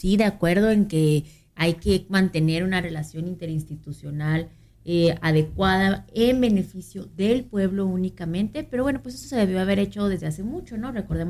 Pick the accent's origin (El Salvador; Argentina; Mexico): Mexico; Ciudad Juárez, Chihuahua; yo soy hija del desierto, porque soy de allá de Juárez